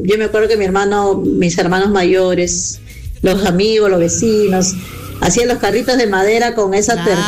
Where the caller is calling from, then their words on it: Mala, Lima, Peru; yo soy de Mala